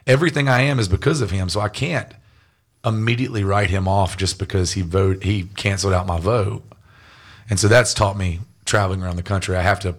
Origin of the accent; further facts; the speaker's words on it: North Carolina, United States; because I'm a redneck from North Carolina. Like, I never left this state until I was 18 years old.